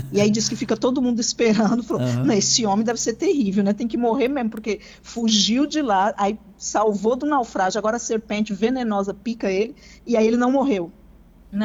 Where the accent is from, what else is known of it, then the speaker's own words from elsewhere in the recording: São Paulo, Brazil; Eu nasci no Butantã. Eu sempre digo, quando perguntam, você é de São Paulo, de onde? Eu nasci e me criei no Butantã